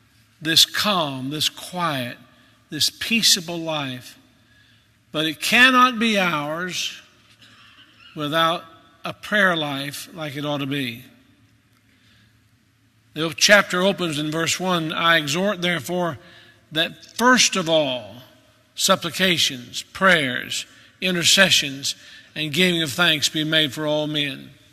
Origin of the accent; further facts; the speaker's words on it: Maryville, Tennessee, United States; Maryville, Tennessee, my hometown.